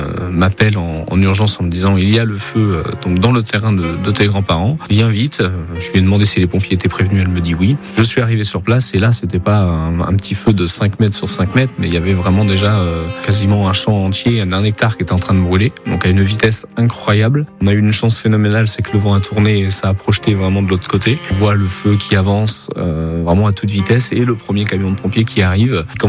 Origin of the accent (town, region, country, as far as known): Auvers-le-Hamon, Pays de la Loire, France; born or raised there